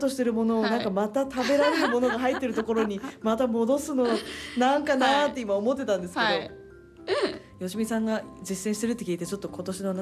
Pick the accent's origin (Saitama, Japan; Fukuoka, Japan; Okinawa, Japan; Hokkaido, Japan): Hokkaido, Japan; Shari; now in Kitami, Japan; 私の実家のあるシャリは